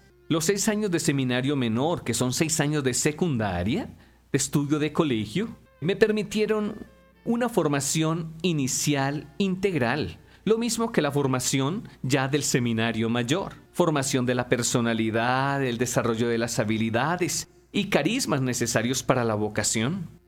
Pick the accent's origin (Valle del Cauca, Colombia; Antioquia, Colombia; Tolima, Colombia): Antioquia, Colombia; Labores; La celebración de ordenación tuvo lugar en mi pueblo de origen, Labores.